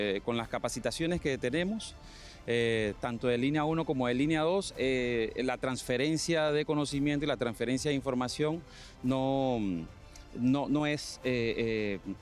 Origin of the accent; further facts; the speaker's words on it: Panama; yo como panameño